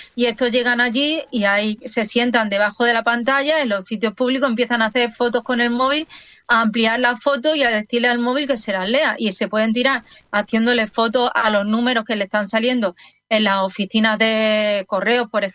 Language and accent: Spanish; Seville, Andalusia, Spain; yo soy de origen sevillano.